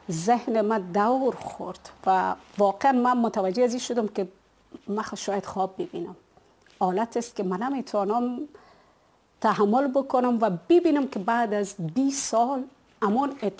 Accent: Afghanistan; چون خب من فکر میکنم که یگانه و اولین خبرنگار از افغانستان هستم که کارت سالانه ناتو و اتحادیه اروپا را دارم.

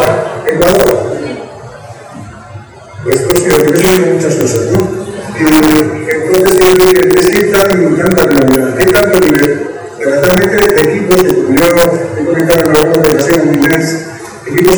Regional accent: Mexico; Así que muchas gracias, como mexicano, por el sentimiento y por vivir de esa manera a la selección española.

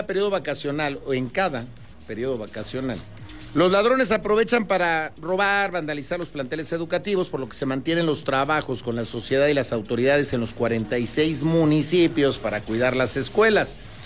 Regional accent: Mexico; soy orgullosamente mexicano

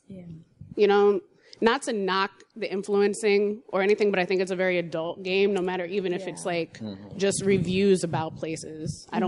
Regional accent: New York, United States; I'm from New York. I like to just go do random stuff in places like the middle of the world, which is Times Square.

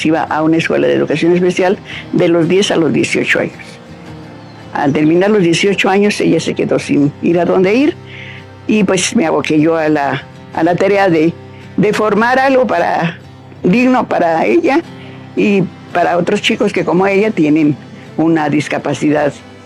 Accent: San Cristóbal de las Casas, Chiapas, Mexico; moved away as an adult; also born or lived in Mexico City; Vivíamos en la Ciudad de México. Cuando ya ella tenía 10 años, nos regresamos a San Cristóbal. Nosotros somos de aquí de Chiapas. Nos venimos a ubicar a San Cristóbal.

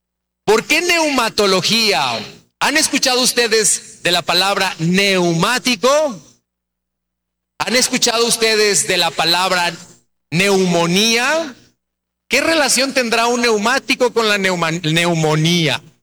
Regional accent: Mexico; now in United States; Estados Unidos y especialmente aquí en esta diócesis, pero a veces veo la renovación carismática allá en mi país, en México, y especialmente en mi zona.

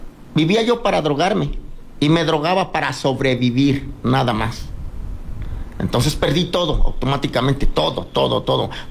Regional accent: Chihuahua, Mexico; also born or lived in United States; now in Durango, Mexico; 15 años yo llegué a México con mi esposa, mis hijos, todo, porque mi esposa es de aquí, de Durango. Yo soy del estado de Chihuahua.

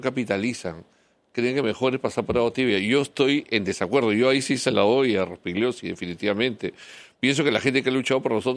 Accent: Peru; Yo como peruano, yo percibo que hemos estado casi secuestrados por un comportamiento caviar durante años.

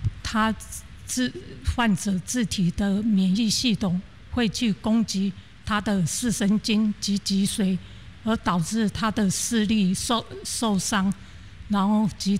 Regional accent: Pingtung County, Taiwan; 我来自屏东

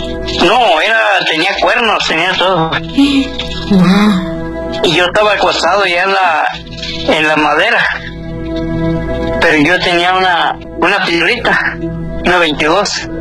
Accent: Michoacán, Mexico; Y yo soy del estado de Michoacán.

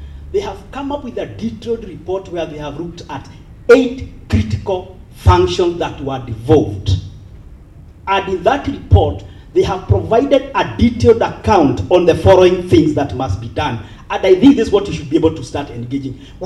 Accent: Kenya; Good afternoon. … I'm a Kenyan.

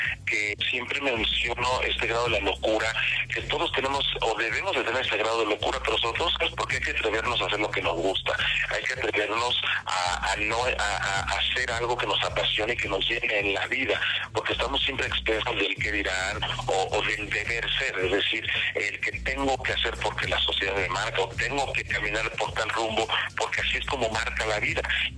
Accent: Mexico

